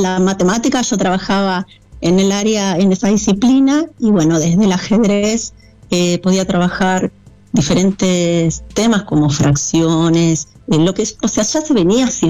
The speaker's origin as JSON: {"language": "Spanish", "town": "San José de la Esquina", "region": "Santa Fe", "country": "Argentina", "said": "y en mi pueblo, yo soy de San José de la Esquina."}